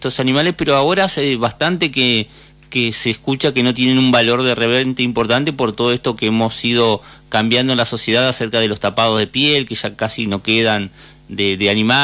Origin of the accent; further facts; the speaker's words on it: Victoria, Entre Ríos, Argentina; Sí, somos de Victoria.